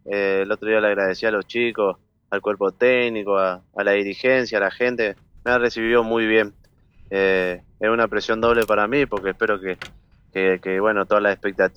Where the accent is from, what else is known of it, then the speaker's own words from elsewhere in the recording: Corrientes, Argentina; moved away; nosotros que somos correntinos, siempre digo, somos muy correntinos